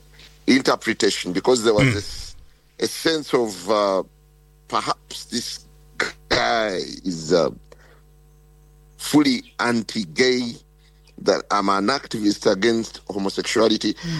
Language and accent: English; Uganda; I am from Uganda.